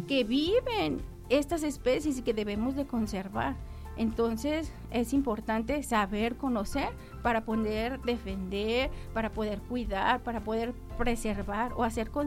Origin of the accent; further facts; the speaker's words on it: San José de Costilla, Jalisco, Mexico; now in Tepic, Mexico; Y un saludo a todos, yo soy de San José de Costilla, municipio uh-huh. de Jalisco, y también mi familia es de por allá, de por el Cuarenteño.